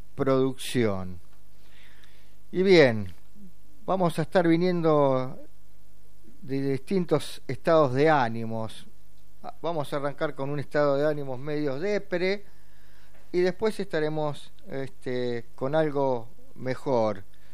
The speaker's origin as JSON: {"language": "Spanish", "country": "Argentina"}